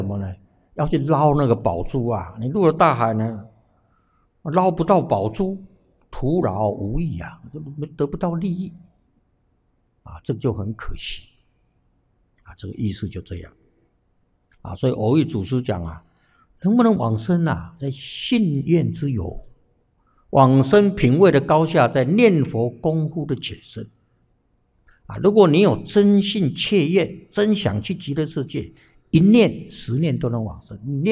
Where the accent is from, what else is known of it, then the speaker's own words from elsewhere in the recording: Taiwan; 好，我们台湾这边都放下了，才能去那边呢、啊。